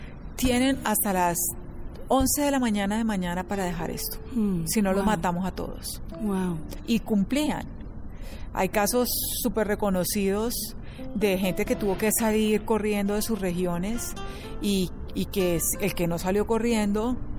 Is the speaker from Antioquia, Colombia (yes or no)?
no; Cali, Valle del Cauca, Colombia; moved away; Soy colombiana de la ciudad de Cali. En este momento soy parte de los que ha emigrado del país, pero todas mis raíces están ahí.